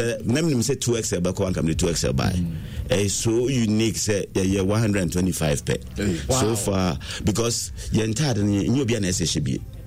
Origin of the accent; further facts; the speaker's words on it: Ghana; So I want to feel proud as a Ghanaian.